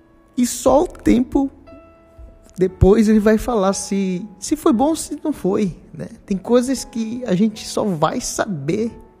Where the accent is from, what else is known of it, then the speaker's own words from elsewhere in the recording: Belém, Pará, Brazil; moved away; A minha família toda é de Belém, né? Meu pai, minha mãe, minha irmã, todo mundo. A gente veio de Belém, do Pará, e a gente ainda tem alguns familiares lá, né? E é nossa raiz, né? É lá.